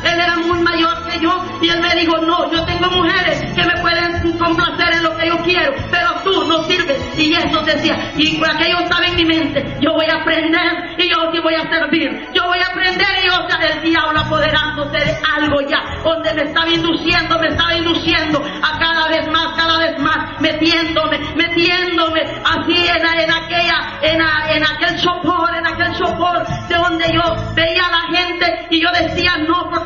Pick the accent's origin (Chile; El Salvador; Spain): El Salvador; porque la pobreza estaba muy dura en El Salvador. Aleluya, soy del Salvador, bendito sea su nombre para siempre, aleluya. Y me crié allá por una isla y de allá tuve que dejar a mis hijos.